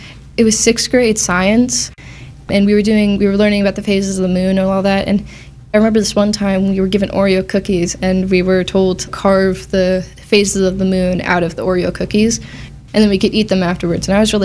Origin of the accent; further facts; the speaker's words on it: Newport, Rhode Island, United States; I'm 17 and I'm from Newport, Rhode Island.